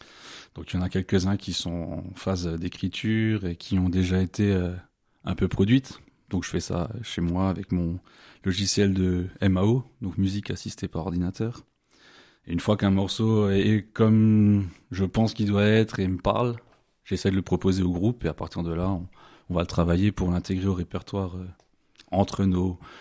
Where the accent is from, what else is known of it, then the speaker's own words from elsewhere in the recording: Grand Est, France; donc je suis originaire du Pays de Beach. J'ai 37 ans.